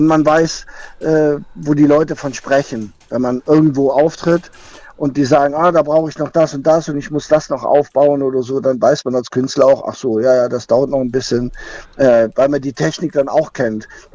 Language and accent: German; Hamburg, Germany; Als Hamburger ja, kennt man das nicht.